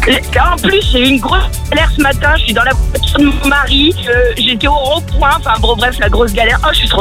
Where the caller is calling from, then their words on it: Laon, Hauts-de-France, France; J'ai 37 ans, j'habite à Laon dans l'Aisne.